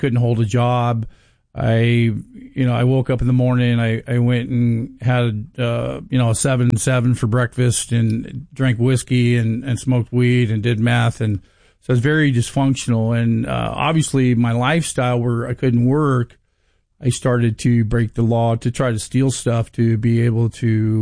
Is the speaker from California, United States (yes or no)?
yes; Torrance, California, United States; born there; yeah, I was born down in Torrance, California.